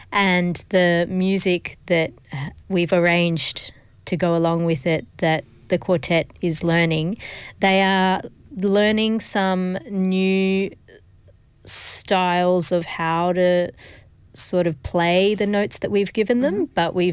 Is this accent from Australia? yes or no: yes; Adelaide, South Australia, Australia; I'm Aussie too. Like I was born in the Adelaide Hills. I grew up, I went to Blackwood High School. Like it was, I'm a very Aussie Adelaide girl.